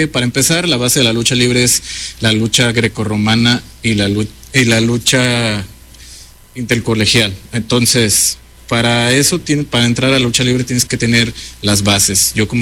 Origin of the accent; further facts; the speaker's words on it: Durango, Mexico; obviamente es … que yo soy aquí de Durango